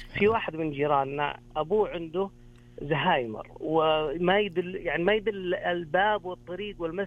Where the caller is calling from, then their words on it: Medina, Medina Province, Saudi Arabia; من المدينة منورة.